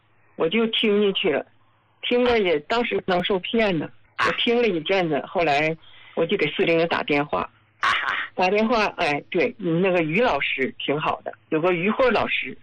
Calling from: Jilin, China; 我是吉林的那个听众。

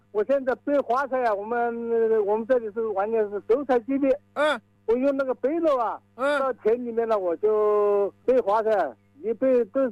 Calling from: Tianmen, Hubei, China; 我是前门市张岗镇周浦村。

